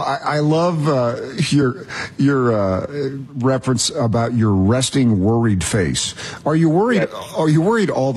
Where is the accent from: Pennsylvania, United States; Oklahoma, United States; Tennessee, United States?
Tennessee, United States; Knoxville; I'm originally from Knoxville.